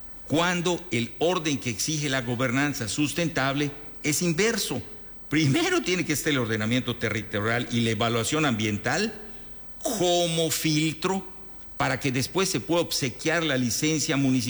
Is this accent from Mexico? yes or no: yes; Mexico; pero soy mexicano, mi país firmó, hay que cumplirlo.